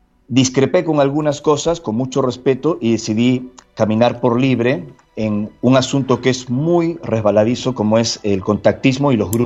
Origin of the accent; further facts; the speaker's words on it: Lima, Peru; now in Spain; ambos somos de Lima, el mismo acento